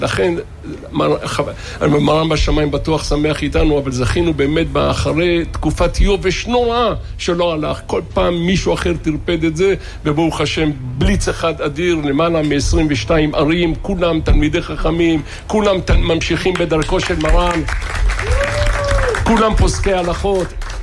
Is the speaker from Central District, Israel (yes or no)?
no; Bat Yam, Tel Aviv District, Israel; אנחנו בת ימים.